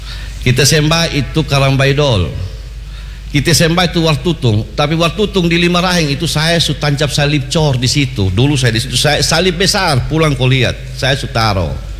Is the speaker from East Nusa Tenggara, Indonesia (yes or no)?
yes; Alor, East Nusa Tenggara, Indonesia; moved away; Kami orang Alor tidak tersinggung